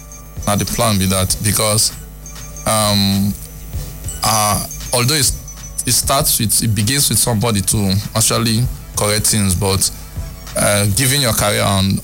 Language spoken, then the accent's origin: English; Abonnema, Rivers, Nigeria; I come from Abonima.